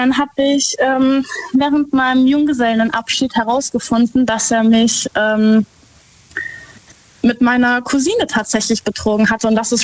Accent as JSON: {"language": "German", "town": "Herxheim", "region": "Rhineland-Palatinate", "country": "Germany", "said": "Ich komme aus Herxheim bei Landau."}